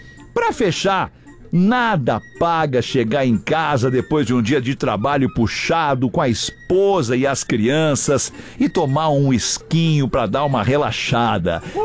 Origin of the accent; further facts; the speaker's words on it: Sapucaia do Sul, Rio Grande do Sul, Brazil; eu sou de Sapucaia do Sul